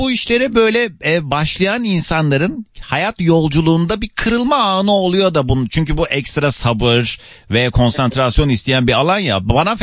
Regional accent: Kars, Turkey; Ya yerim Anadolu, ben Karslıyım Çiğdem, yemem.

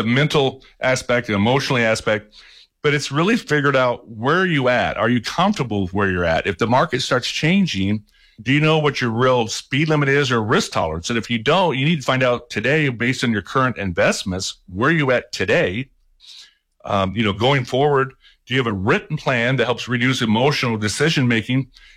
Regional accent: Midwest, United States; You know, growing up in the Midwest on a farm, doing chores, you know, it just kind of comes to you

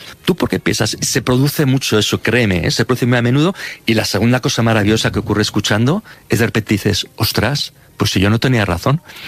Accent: Spain; ¿cómo es posible que en mi país hayamos acabado una guerra civil en el siglo pasado, yo qué sé, en el 36, o si quieres llevarlo al final de la dictadura, ¿no? En el 75

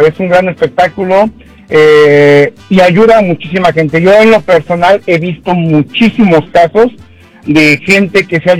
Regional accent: Mexico City, Mexico; also born or lived in Veracruz; Yo nací en Veracruz, pero me quedé en la Ciudad de México.

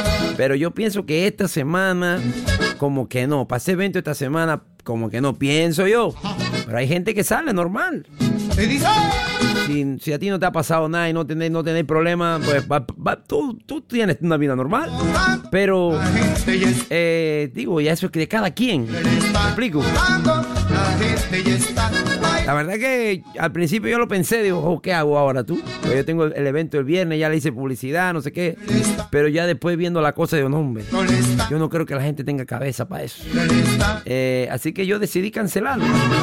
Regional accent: Veraguas, Panama; Soy de Veragua y trabajo en la construcción, soldadura, baldosa, de todo un poquito.

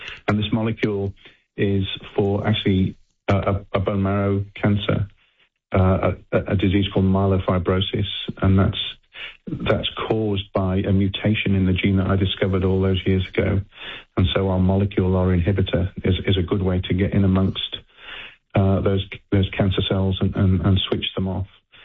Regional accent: Liverpool, North West England, United Kingdom; moved away as an adult; now in Australia; Well, you can tell from my accent, I'm not from these parts. I came from Liverpool to Australia

